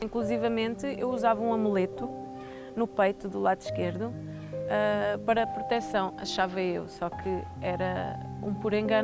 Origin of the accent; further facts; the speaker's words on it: Amadora, Lisbon, Portugal; now in Abrantes, Portugal; sou natural da Aventeira Amadora, mas já moro há alguns anos em Abrantes.